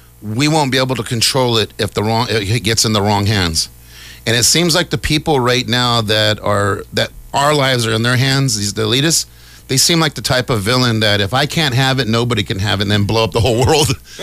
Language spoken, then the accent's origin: English; United States; I'm American. My family fought in the Revolution